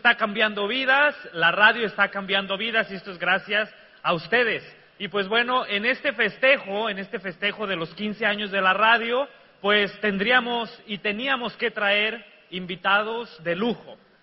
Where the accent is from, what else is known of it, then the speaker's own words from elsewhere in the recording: Mexico; como decimos en México